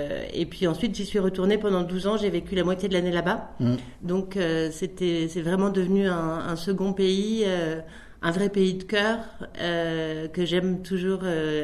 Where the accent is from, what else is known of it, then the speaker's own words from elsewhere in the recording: Puy-Saint-Vincent, Provence-Alpes-Côte d'Azur, France; Eh bien, moi, je suis née donc à Puy-Saint-Vincent et j'ai grandi à Puy-Saint-Vincent, dans les Hautes-Alpes.